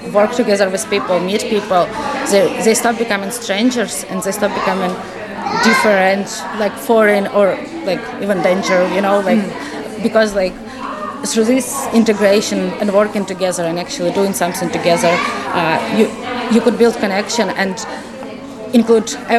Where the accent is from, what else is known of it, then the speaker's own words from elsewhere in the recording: Ukraine; English is a second language; moved away as an adult; now in Youghal, Ireland; I'm originally from Ukraine, and I have been living in Ireland for past 4 years.